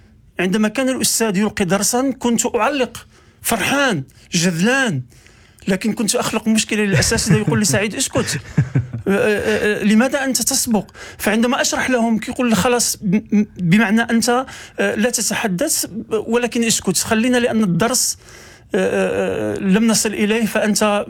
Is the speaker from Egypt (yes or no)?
no; Morocco; accent: Moroccan; ونحن في المغرب لا نقول كفيف وإنما نقول بصير.